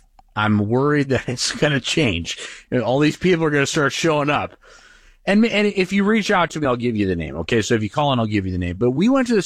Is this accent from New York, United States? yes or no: no; California, United States; And we came from California, where it's just a different culture.